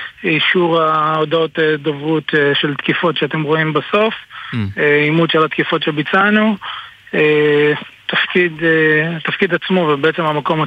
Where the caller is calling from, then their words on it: Southern Israel, Israel; אני מהדרום